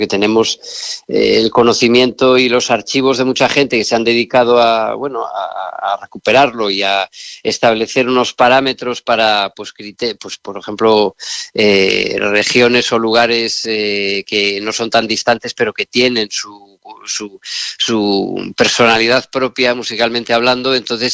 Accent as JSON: {"language": "Spanish", "region": "Castile and León", "country": "Spain", "moved": "yes", "lives_now": "Galicia, Spain", "said": "nosotros llevamos muchos años ya pues en Galicia, yo viviendo en este caso porque soy de Castilla y León"}